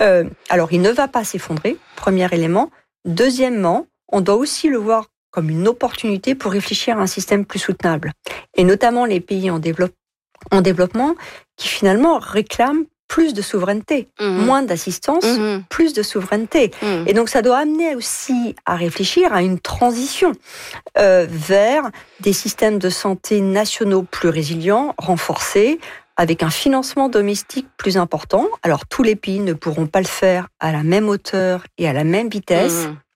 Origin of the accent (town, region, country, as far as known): France